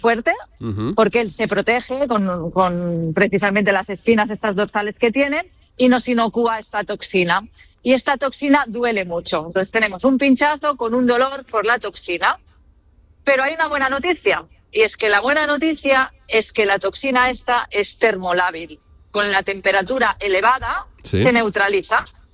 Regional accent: Catalonia, Spain; que soy de cerca de Barcelona

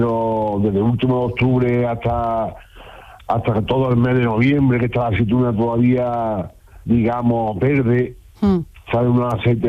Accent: La Roda de Andalucía, Andalusia, Spain; De la Roda Andalucía.

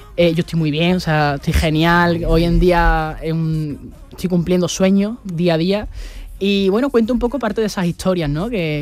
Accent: Andalusia, Spain; llevar Andalucía por bandera, ¿no? Eso es lo más bonito, sí. Claro, o sea, yo soy una persona muy de mi tierra

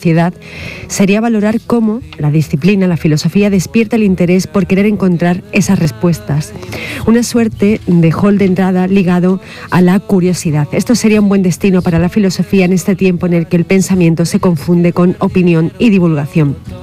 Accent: Andalusia, Spain; y aquí a ver cómo nombro yo este apellido, que somos andaluces

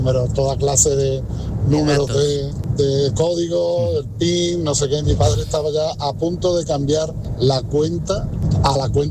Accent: Huelva, Andalusia, Spain; Llamaba por el tema de las estafas. … de Huelva.

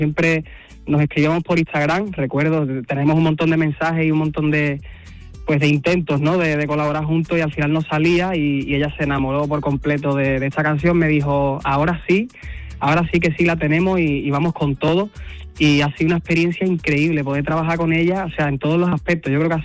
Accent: Andalusia, Spain; moved away; Me apetece un montón, además, bajarme a mi tierra, ¿no? Andalucía

